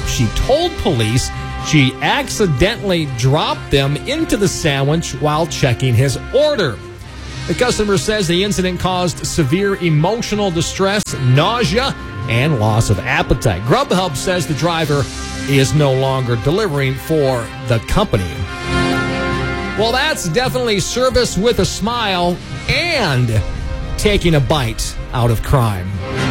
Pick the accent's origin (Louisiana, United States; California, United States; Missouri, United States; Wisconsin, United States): Wisconsin, United States; it's always nice to hear stories about my home state of Wisconsin. Makes me proud to say that I'm from there.